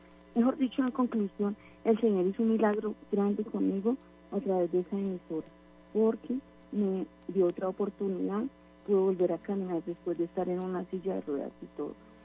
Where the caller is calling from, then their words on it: Bogotá, Colombia; En Bogotá.